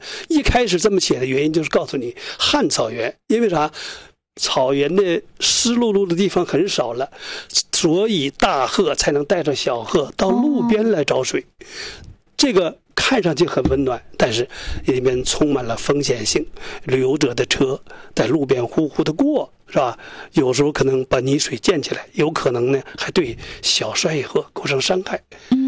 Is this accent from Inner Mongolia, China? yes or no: yes; Hulunbuir, Inner Mongolia, China; born or raised there